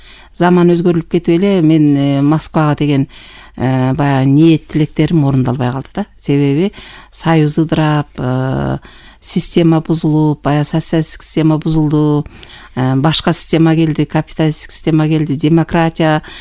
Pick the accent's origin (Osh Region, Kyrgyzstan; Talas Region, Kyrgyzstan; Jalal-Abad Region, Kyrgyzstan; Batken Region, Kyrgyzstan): Jalal-Abad Region, Kyrgyzstan; Kairma; Мен Жалал Абад областынын Базар Корон районунун Акман айыл аймагында Кайрма деген айыл бар. Ошол жерде туулуп өскөм, ошол жактан.